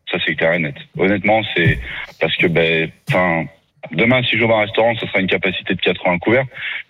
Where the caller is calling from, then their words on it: Vienne, Auvergne-Rhône-Alpes, France; J'habite sur Vienne, mais je travaille sur Lyon, moi.